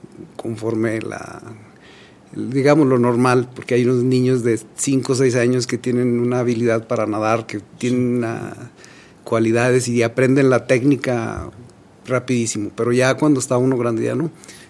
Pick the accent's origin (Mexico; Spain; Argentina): Mexico; Fresnillo, Zacatecas; Es un orgullo personal, es un orgullo como mexicano, un orgullo como zacatecano, un orgullo muy orgullo de ser de Fresnillo.